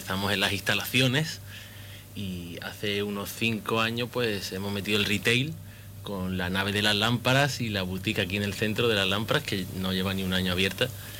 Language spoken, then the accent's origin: Spanish; Ceuta, Spain; moved away; yo soy la segunda generación y súper contento de volver a mi tierra después de 15 años fuera, de volver con muchas ganas de seguir ampliando la marca ceutí.